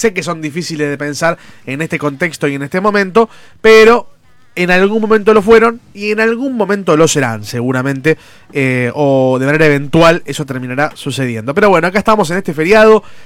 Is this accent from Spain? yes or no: no; Argentina